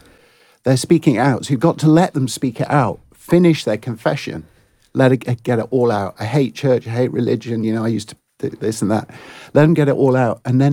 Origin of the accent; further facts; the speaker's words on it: Blackburn, North West England, United Kingdom; now in Edenbridge, United Kingdom; I'm from Blackburn